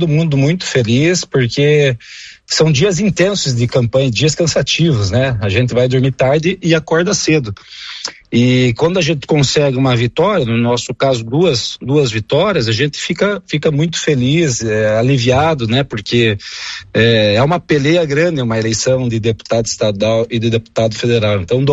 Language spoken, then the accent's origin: Portuguese; Pato Branco, Paraná, Brazil; born there; Sou deputado do Paraná e principalmente do Sudoeste Paraná. E eu sou nascido em Pato Branco, né? Eu nasci na Policlínica de Pato Branco, então eu tenho um carinho especial por essa cidade